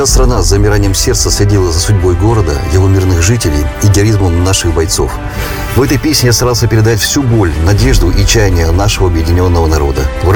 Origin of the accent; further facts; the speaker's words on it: Moscow, Russia; Я родом из Москвы.